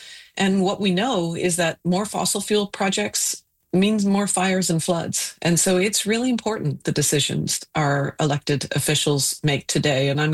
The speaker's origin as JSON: {"language": "English", "country": "Canada", "said": "I'm as a Canadian embarrassed on international stages"}